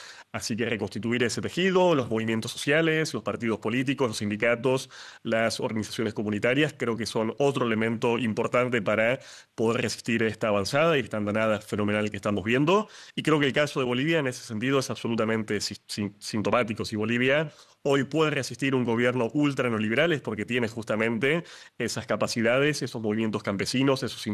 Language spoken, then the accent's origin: Spanish; Argentina; Tenemos en este momento a Peter Thiel de Palantir residiendo en mi país, en la Argentina